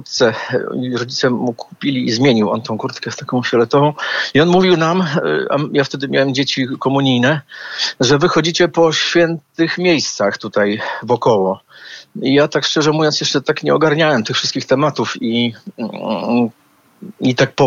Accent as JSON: {"language": "Polish", "town": "Warsaw", "region": "Masovian Voivodeship", "country": "Poland", "said": "No, jestem z Bemowo-Wola."}